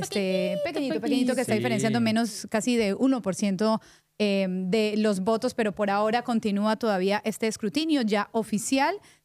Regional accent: Colombia; Porque yo no puedo creer lo que pasa en mi país. Es que es el colmo.

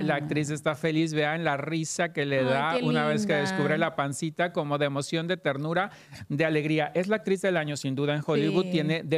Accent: Mexico; así somos los mexicanos

